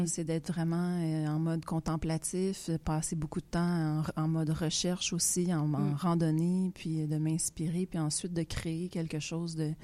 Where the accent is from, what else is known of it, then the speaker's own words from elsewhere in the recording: Montreal, Quebec, Canada; born there; je suis née à Montréal